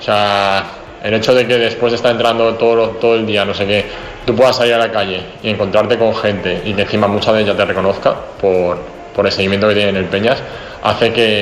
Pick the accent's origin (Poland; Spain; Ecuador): Spain; San Sebastián de los Reyes, Community of Madrid; moved away as an adult; now in Huesca, Spain; yo vengo de Madrid, pero yo soy de San Sebastián de los Reyes, entonces tampoco estoy metido como donde está toda la gente, ¿sabes? Donde está todo el ruido y la gran ciudad que todo el mundo se imagina cuando hablas de Madrid.